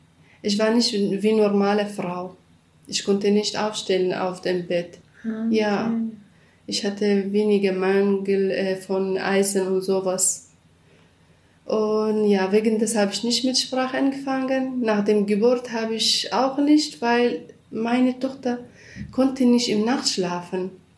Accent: Iraq; German is a second language; moved away as an adult; now in Germany; sagt, ich bin Kurden, dann das nennt man, dass ich Araber bin oder so. Wegen des, man muss immer sagen, ich komme aus dem Nordirak.

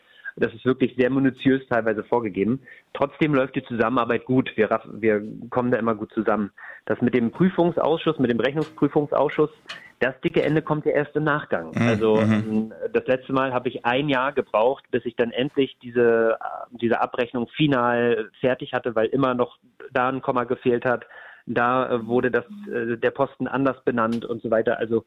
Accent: Neustrelitz, Mecklenburg-Vorpommern, Germany; also born or lived in Berlin / Madrid; gebürtig in Neustrelitz, habe dann nach dem Abitur in Berlin und in Madrid studiert, habe dort jetzt viel zu lange gearbeitet und bin jetzt gerade dabei, mit meinem Partner wieder zurück in meine Heimat zu ziehen, nach Mecklenburg-Vorpommern

